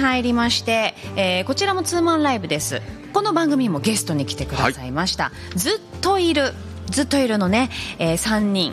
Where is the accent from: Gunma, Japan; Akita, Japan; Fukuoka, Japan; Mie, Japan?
Akita, Japan; 先日ゴールデンウィークにね秋田で、地元秋田でライブをしてくれました